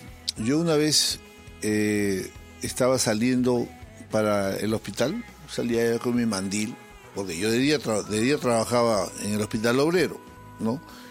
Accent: Peru; Y aunque como peruano, soy muy peruano, tengo que reconocer que nuestro país no está demasiado inclinado a ese sector.

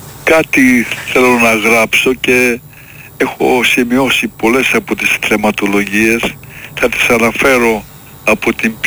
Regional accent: Greece

